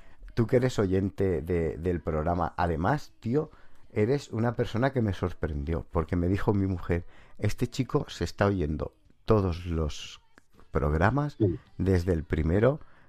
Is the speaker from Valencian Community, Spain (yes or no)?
yes; Valencian Community, Spain; now in Almansa, Spain; yo es que no soy ni de aquí, yo soy valenciano, pero vivo aquí en Almansa.